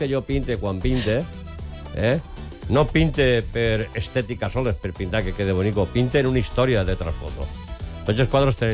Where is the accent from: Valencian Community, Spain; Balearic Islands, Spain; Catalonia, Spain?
Valencian Community, Spain; born there; also born or lived in Jaén, Spain; Jo no soc nascut així en València, jo soc nascut en Jaén